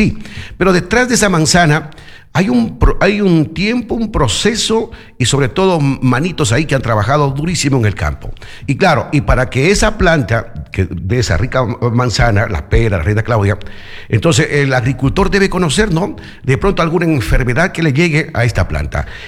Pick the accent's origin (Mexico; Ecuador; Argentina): Ecuador; Chuquiribamba, Loja; born there; now in Loja, Ecuador; a mi pueblo Chuquiribamba